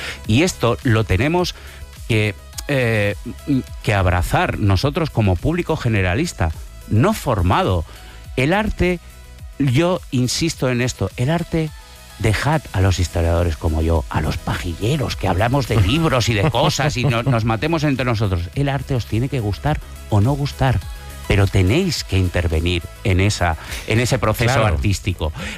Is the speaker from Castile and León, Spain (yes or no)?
no; Sant Feliu de Llobregat, Catalonia, Spain; born there; es de mi pueblo, de San Feliu de Llobregat.